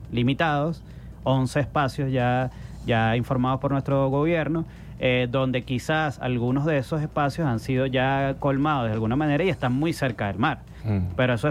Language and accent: Spanish; Venezuela; Como venezolana, que probablemente estemos en una situación de desbordamiento de los espacios.